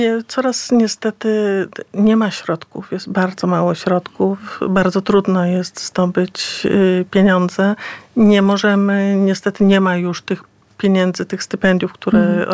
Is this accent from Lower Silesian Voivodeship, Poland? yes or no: yes; Wrocław, Lower Silesian Voivodeship, Poland; Ja pochodzę z Wrocławia. Urodziłam się we Wrocławiu.